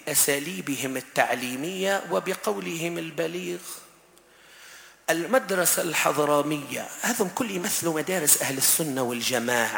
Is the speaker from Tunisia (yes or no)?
yes; Tunisia